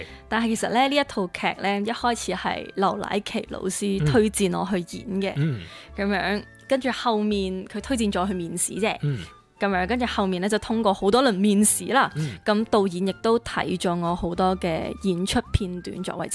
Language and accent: Cantonese; Macau; 我都是澳门人